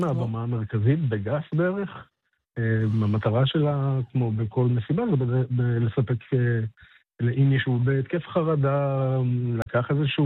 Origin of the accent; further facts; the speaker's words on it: Northern Israel, Israel; אנחנו מהצפון